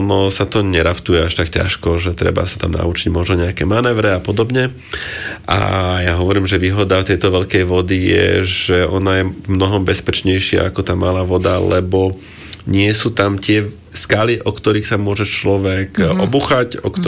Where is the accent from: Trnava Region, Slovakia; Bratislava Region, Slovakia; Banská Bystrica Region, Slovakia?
Bratislava Region, Slovakia; Bratislava; u nás v Bratislave